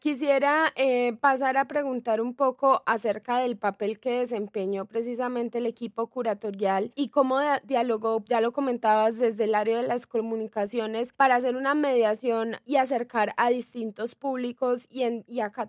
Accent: Antioquia, Colombia

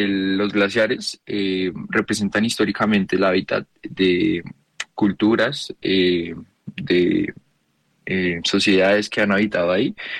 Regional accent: Colombia; Y pues la pérdida de estos como colombianos pues nos afecta

